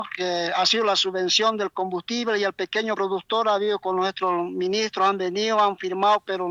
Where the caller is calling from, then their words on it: Bolivia; como bolivianos también.